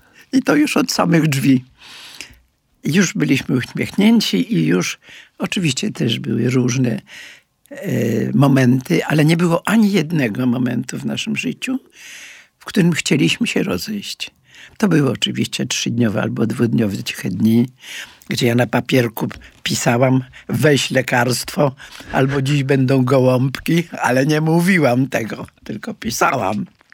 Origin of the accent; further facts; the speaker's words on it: Łódź, Łódź Voivodeship, Poland; born there; moved away as an adult; now in Warsaw, Poland; W Łodzi 15 lat, bo ja zaraz po wojnie zburzyli nam dom w Warszawie tutaj i tata dostał pracę i mieszkanie w Łodzi. Więc ja 15 lat mieszkam w Łodzi. Jest to taka moja trochę takie drugie miasto rodzinne